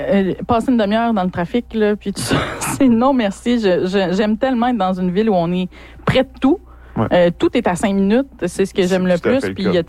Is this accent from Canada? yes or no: yes; Rouyn-Noranda, Quebec, Canada; je suis née à Noranda, dans le quartier de Notre-Dame, à deux ans, mes parents ont déménagé dans le quartier Granada. Donc, c'est là que j'ai grandi. Je suis rouyn-noranzienne étampée sur le cœur. J'ai quitté seulement le temps d'aller faire mes études à Québec, mais je suis revenue dès que possible